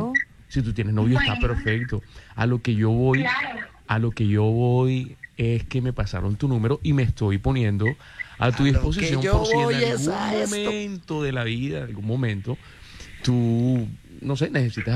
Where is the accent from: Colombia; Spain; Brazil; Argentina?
Colombia; Barranquilla, Atlántico; Yo soy de aquí, de Barranquilla.